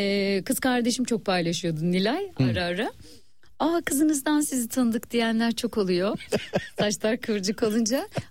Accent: Siirt Province, Turkey; Onlar da Kayserililer, biz Siirtliyiz.

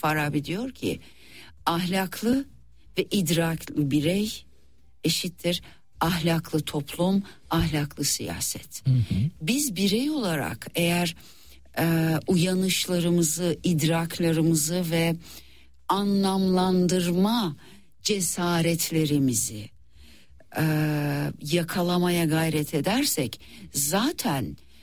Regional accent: Iran; now in Turkey; ben bir İranlı olarak, Türkiye'de yaşayan bir İranlı olarak, İran'a gidip gelen bir İranlı olarak

